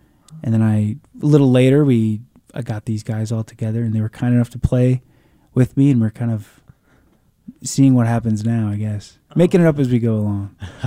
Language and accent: English; Iowa, United States; I'm from Iowa